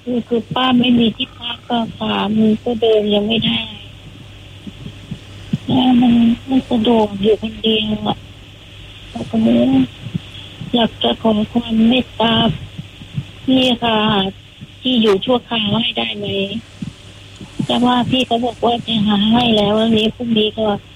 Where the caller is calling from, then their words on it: Bangkok, Thailand; อยู่กรุงเทพ